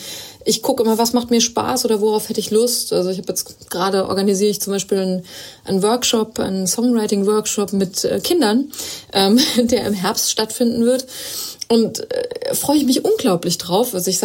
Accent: Frankfurt, Hesse, Germany; war jetzt auch gerade in meiner alten Heimat in Frankfurt in Hessen zu Konzerten

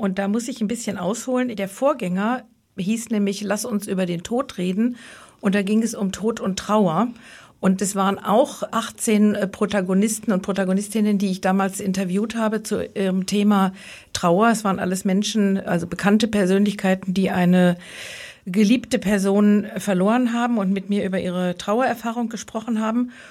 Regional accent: North Rhine-Westphalia, Germany; born there; now in Eisenach, Germany; Ich bin nicht gebürtig aus Tübingen, sondern aus dem Ruhrgebiet. Da lege ich auch allergrößten Wert drauf

